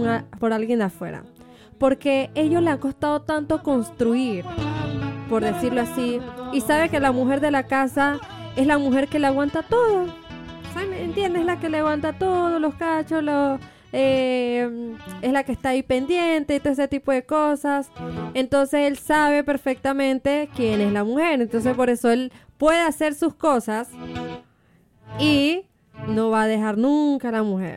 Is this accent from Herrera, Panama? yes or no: no; Veraguas, Panama; somos de Veragua.